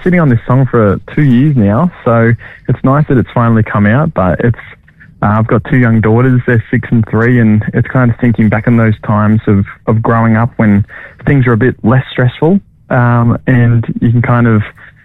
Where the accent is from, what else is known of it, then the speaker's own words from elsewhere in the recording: Cronulla, New South Wales, Australia; moved away as an adult; now in northern New South Wales, Australia; I grew up in Cronulla. I lived there for majority of my life. I only moved up north 3.5 years ago.